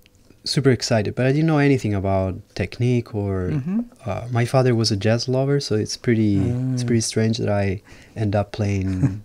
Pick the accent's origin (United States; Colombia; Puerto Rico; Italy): Italy; Palermo, Sicily; When I was 20, yes. And I'm from Palermo.